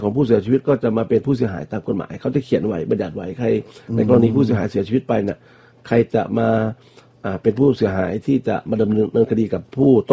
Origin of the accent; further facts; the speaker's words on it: Northern Thailand, Thailand; now in Bangkok, Thailand; ตัวผมเองเนี่ยโตมาในภาคเหนือนะครับ